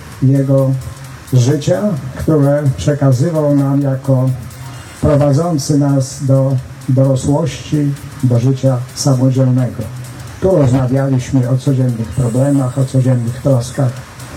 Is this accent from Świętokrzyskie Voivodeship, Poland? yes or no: no; Słupsk, Pomeranian Voivodeship, Poland; born there; A ja się urodziłem w Słupsku już, kiedy w 1946 roku cała rodzina przyjechała z Grudka Jagiellońskiego i zamieszkała na stałe na tej ziemi.